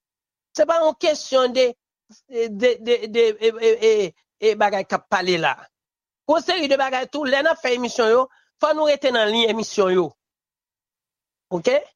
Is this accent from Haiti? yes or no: yes; Haiti